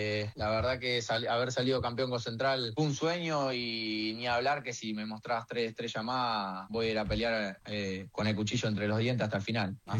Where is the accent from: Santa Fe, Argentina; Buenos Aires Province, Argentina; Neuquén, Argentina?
Santa Fe, Argentina; Rosario; also born or lived in Gualeguaychú; soy más rosarino que entrerriano, es la realidad. Yo viví un solo año en Gualeguaychú y ya al año y medio ya estaba acá en Rosario.